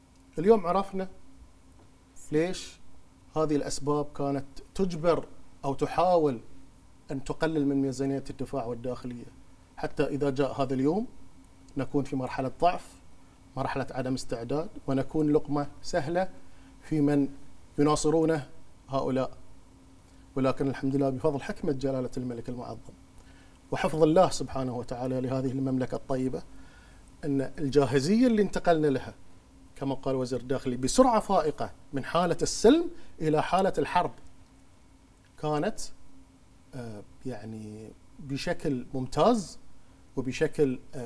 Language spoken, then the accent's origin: Arabic; Bahrain; كلنا كبحرينيين